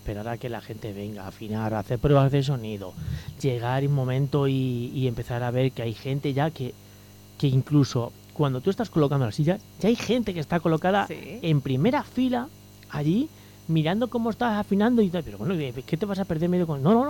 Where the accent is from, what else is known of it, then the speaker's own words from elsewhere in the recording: Churriana, Andalusia, Spain; soy mi churriego de pura cepa.